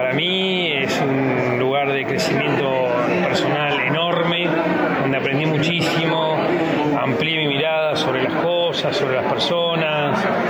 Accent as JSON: {"language": "Spanish", "country": "Argentina"}